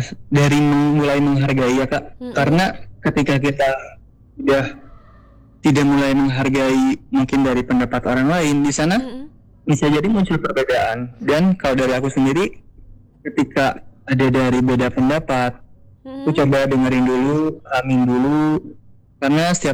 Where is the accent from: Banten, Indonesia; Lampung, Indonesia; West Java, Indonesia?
West Java, Indonesia; Cimahi; Kalau aku orang Cimahi asli, Kak.